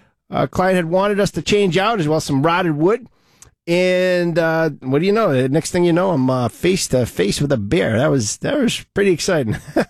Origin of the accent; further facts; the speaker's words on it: Olneyville, Rhode Island, United States; I'm from Oneyville